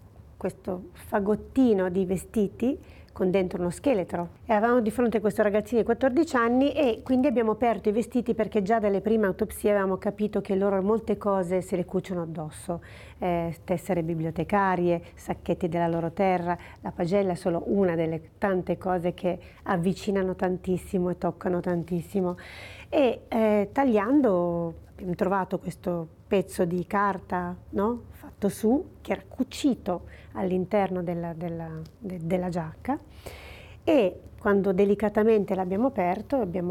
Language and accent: Italian; Pontestura, Piedmont, Italy; Io so che … al mio paese natio, che è Pontestura, che è vicino a Casale Monferrato, è Pontestura